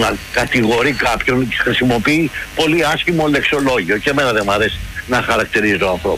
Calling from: Neo Faliro, Attica, Greece; από το Νέο Φάλιρο.

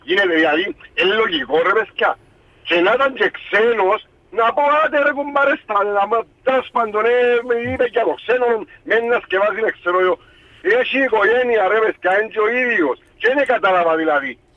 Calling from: Cyprus; είμαι που τον Άγιο Ελευθέριο

